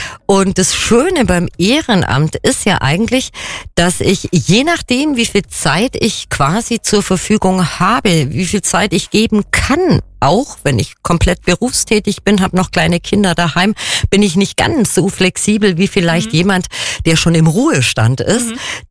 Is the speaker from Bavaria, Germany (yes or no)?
yes; Kempten, Bavaria, Germany; aber wir sind beide, ich bin eine gebürtige Kemptnerin, wir sind beide Allgäuerinnen, durch und durch.